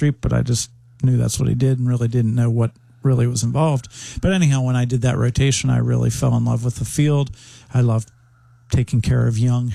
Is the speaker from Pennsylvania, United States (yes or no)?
yes; Pittsburgh, Pennsylvania, United States; I grew up in Pittsburgh, and I went to Churchill High School.